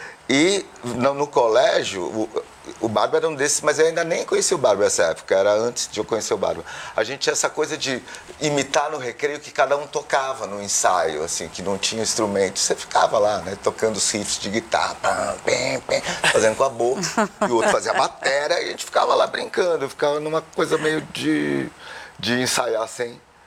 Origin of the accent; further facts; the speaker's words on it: Brazil; Sou brasileiro, um nipo brasileiro, me autodefino como amarelo.